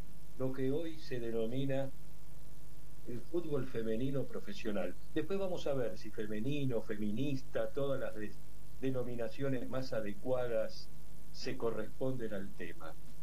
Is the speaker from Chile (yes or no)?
no; Argentina; Cuando las temáticas tienen que ver con cuestiones económicas, que tanto nos atraviesan como argentinos como argentinos.